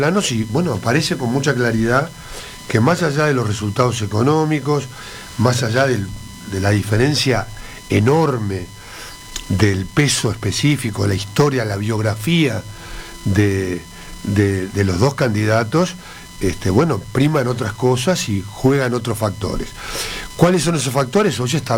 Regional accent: Uruguay; yo como uruguayo estoy pendiente, porque evidentemente a la suerte de Uruguay

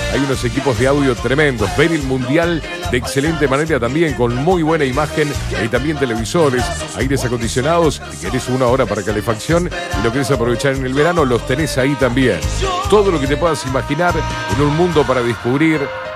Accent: Uruguay; Porque yo en la penca voy a poner con letra mayúscula Uruguay. Soy uruguayo, muchacho.

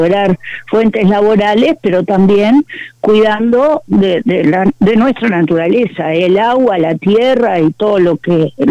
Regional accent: Treinta y Tres, Uruguay; moved away; cuando volví a mi pueblo natal, que es 33

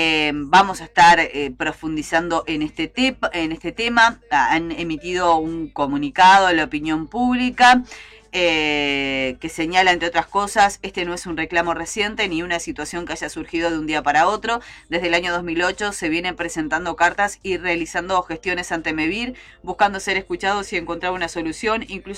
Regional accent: Barros Blancos, Canelones, Uruguay; born there; Yo soy de Barros Blancos, viví parte de mi infancia y de mi adolescencia allá

